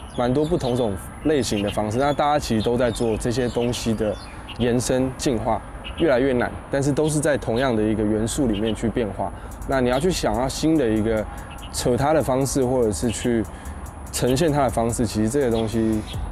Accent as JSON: {"language": "Chinese", "country": "Taiwan"}